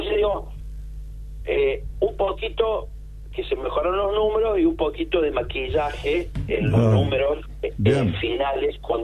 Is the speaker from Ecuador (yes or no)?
no; Villa del Totoral, Córdoba, Argentina; un gringo de Villa del Totoral, de donde soy yo